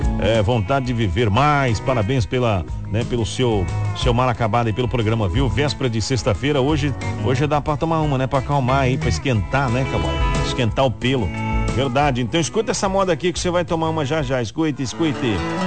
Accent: Rio Grande do Sul, Brazil; Rapaz, eu sou gaúcho, eu sou cowboy, sistema bruto, cara.

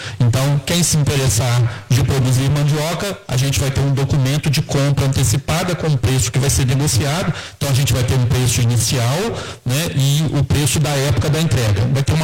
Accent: Rio de Janeiro, Brazil; now in Mariana, Brazil; Eu sou do Rio de Janeiro, moro em Mariana há bastante tempo, sou apaixonado pela região, hoje sou cidadão marianense

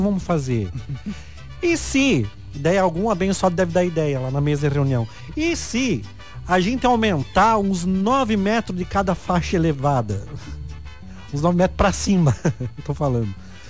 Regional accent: Brazil; eu sou da Figueira

